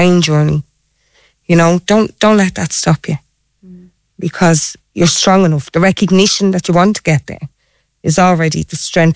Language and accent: English; Leinster, Ireland; I'm from Knocklade.